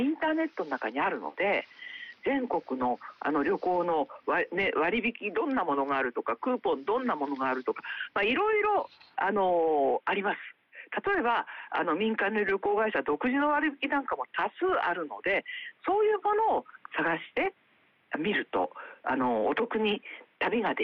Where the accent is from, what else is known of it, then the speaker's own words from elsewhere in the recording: Nagano, Japan; 私も長野県人でね